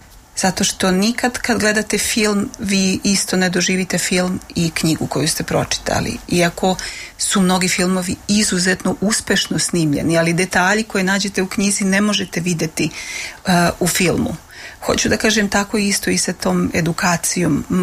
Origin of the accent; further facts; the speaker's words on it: Bosnia & Herzegovina; Pa s obzirom da sam rasla u Bosni i dug je to i nekako nestandardan put bio moj razvojni put.